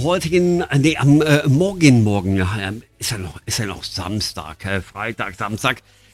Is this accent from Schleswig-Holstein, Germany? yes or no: no; Düsseldorf, North Rhine-Westphalia, Germany; moved away; meine Heimatstadt in Düsseldorf